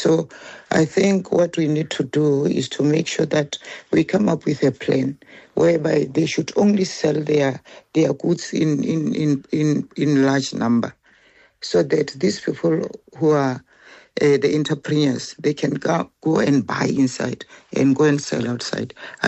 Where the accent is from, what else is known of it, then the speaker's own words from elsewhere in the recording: South Africa; me as South African person